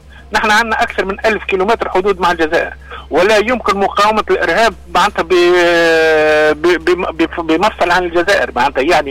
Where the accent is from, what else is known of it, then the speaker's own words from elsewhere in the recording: Tunisia; أنا كتونسي